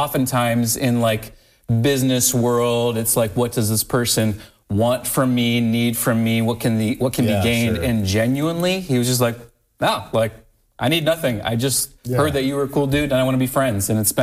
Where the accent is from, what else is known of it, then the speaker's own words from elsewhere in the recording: Waterville, Ohio, United States; also born or lived in Columbus, Ohio / Marietta, Georgia; I'm from Waterville. Grew up, went to Anthony Wayne High School, and moved down to Columbus for a brief stint at The Ohio State University